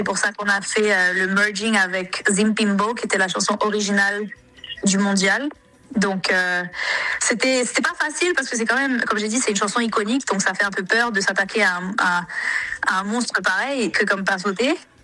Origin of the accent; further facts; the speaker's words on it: Haiti; also born or lived in Paris, France; Yo soy de origen francesa, chilena y haitiana. Yo nací en París, yo crecí en Haití toda mi vida